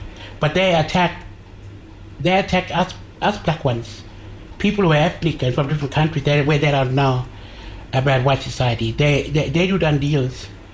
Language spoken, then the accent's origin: English; Tiwi Islands, Northern Territory, Australia; I come from the Tiwi Islands, and I'm Walpri Mix Macharat Almajirit Kurinji Ngaran.